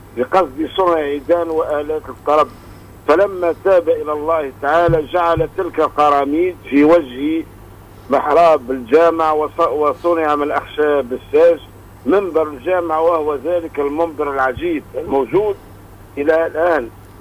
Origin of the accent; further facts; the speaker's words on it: Tunisia; بلادنا تونس